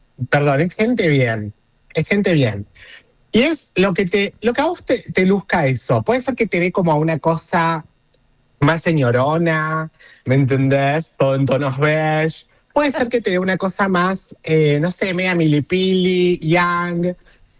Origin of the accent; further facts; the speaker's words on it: Córdoba, Argentina; yo soy originaria, autóctona del País de Córdoba